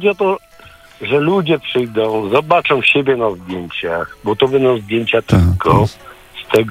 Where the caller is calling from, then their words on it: Lesser Poland, Poland; I dzwonię z Małopolski, z okolic Krakowa.